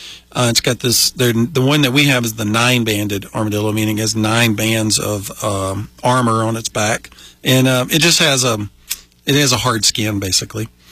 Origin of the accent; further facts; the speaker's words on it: Georgia, United States; I grew up in Georgia, right in the middle of Georgia, and never saw an armadillo in my whole life, and I basically lived outside.